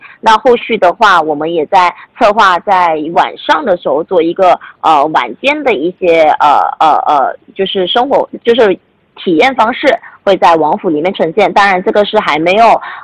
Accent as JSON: {"language": "Chinese", "country": "Malaysia", "moved": "yes", "said": "因为我本身是个外国人，我是来自于马来西亚"}